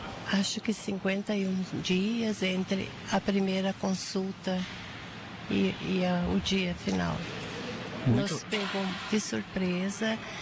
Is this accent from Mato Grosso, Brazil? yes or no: no; Rio Grande do Sul, Brazil; born there; Eu nasci na comunidade de Pontão da Boa União. Sou a filha mais nova de uma família de 8 filhos.